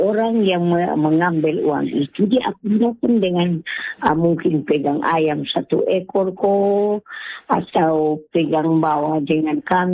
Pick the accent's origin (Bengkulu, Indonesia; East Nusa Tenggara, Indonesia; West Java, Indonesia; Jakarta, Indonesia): East Nusa Tenggara, Indonesia; Jadi kalau untuk kami orang Timur TTS itu, kami mengundang pakai Oko Mama.